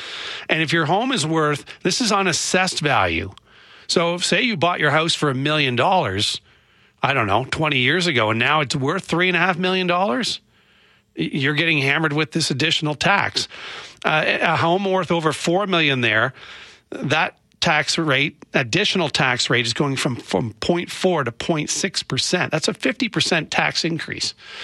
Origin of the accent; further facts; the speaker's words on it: Nova Scotia, Canada; when I grew up in Nova Scotia